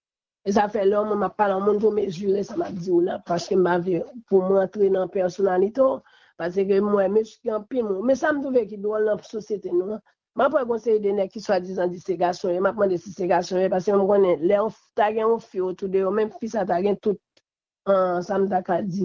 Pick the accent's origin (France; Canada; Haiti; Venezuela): Haiti; Et m'pas quoi que c'est seul président Aristide, en tant que Haïtien seulement, que nous gagnons.